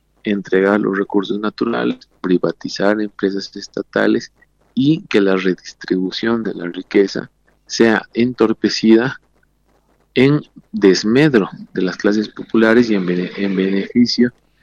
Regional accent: Bolivia

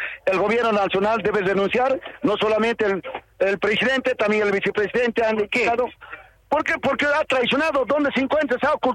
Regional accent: Bolivia

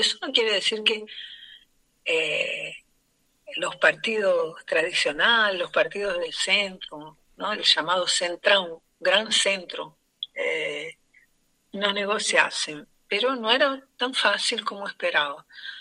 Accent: Argentina; born there; nací en Argentina y mi familia era de trabajadores de fábrica, obrero, la gran mayoría.

